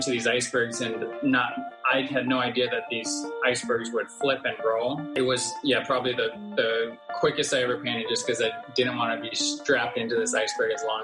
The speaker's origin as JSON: {"language": "English", "region": "Hawaii", "country": "United States", "tie": "born or raised there", "said": "Yeah, we're from Oahu, Hawaii. We kind of grew up in nature, so it's the perfect blend of what has influenced us."}